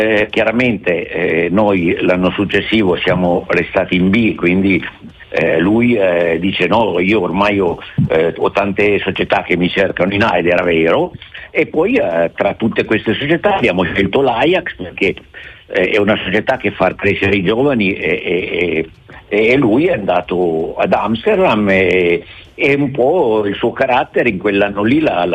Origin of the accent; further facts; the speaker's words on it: Turin, Piedmont, Italy; io sono di Torino